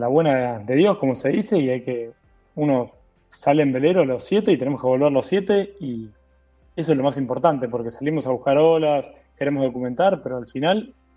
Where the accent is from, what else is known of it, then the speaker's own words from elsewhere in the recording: Buenos Aires Province, Argentina; Somos de las afueras de Buenos Aires.